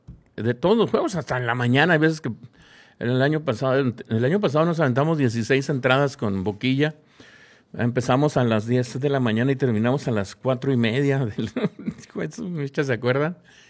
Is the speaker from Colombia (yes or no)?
no; Camargo, Mexico; todos somos mexicanos y somos humanos y vivimos en Camargo y somos camarguenses de corazón